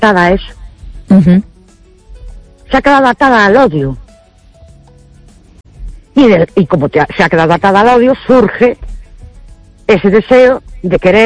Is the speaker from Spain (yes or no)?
yes; Ourense, Galicia, Spain; Buenas noches … de Orense.